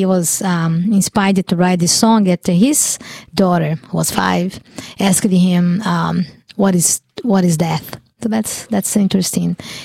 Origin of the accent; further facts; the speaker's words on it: Brazil; now in United States; when I came from Brazil, I had a duffel bag, an enormous duffel bag